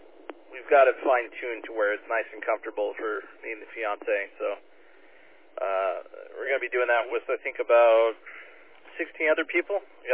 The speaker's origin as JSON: {"language": "English", "region": "Ohio", "country": "United States", "moved": "yes", "said": "So I'm originally from Ohio."}